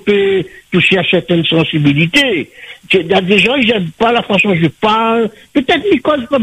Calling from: Réunion; Moi, en tant que Réunionnais qui a combattu, qui a bataillé pendant 50 ans à la Réunion

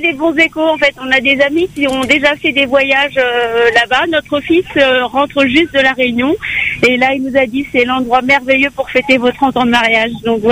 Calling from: Dinan, Brittany, France; on vient de Bretagne. On vient de métropole en Bretagne, à Dinan.

